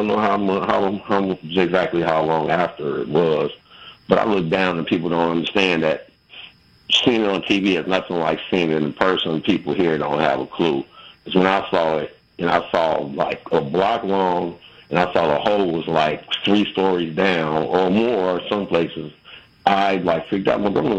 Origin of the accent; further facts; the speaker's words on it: Chicago, Illinois, United States; Anyway, we're from Chicago, but I was going there frequently.